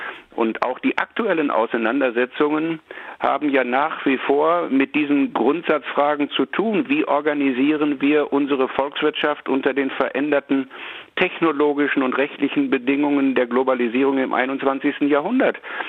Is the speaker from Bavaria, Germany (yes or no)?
no; Bochum, North Rhine-Westphalia, Germany; Und in diesem Bundestagswahlkampf war er auch in Bochum, meiner Heimatstadt, und da soll ich als Achtjähriger hinter seinem Auto hergelaufen sein